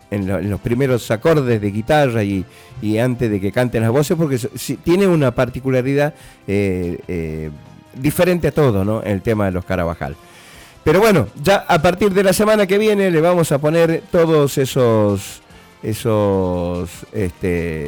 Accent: Monteagudo, Tucumán, Argentina; moved away; mi pueblo querido, Monteagudo.

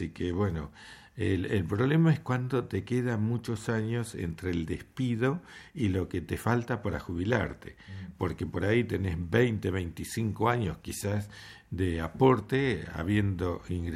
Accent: Buenos Aires, Argentina; born there; Yo nací en Capital Federal.

